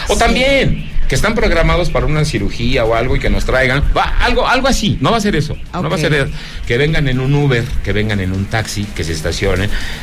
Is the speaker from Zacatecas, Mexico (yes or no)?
yes; Zacatecas, Mexico; De mi tierra, Zacatecas, no, porque pues no hay producción.